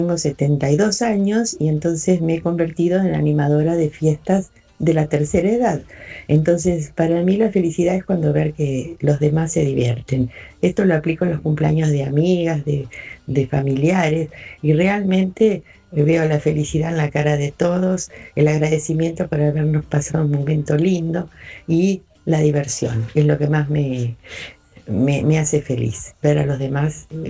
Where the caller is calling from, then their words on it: San Miguel, Buenos Aires Province, Argentina; de San Miguel. Bueno, soy animadora de fiestas infantiles, pero resulta que ahora tengo 72 años